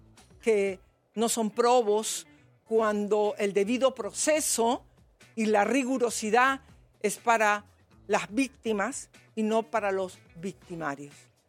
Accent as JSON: {"language": "Spanish", "country": "Peru", "said": "como madre, como hija, como peruana"}